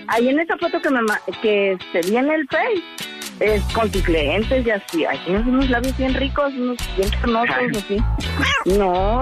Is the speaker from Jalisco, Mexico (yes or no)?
yes; Tepatitlán, Jalisco, Mexico; Yo soy de Jalisco, de Tepatitlán, Jalisco.